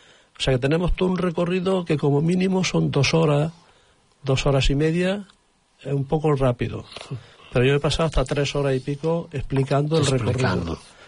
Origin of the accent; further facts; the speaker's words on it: Córdoba, Andalusia, Spain; now in Catalonia, Spain; De Córdoba. Y yo llegué a Cataluña, me abrieron las puertas...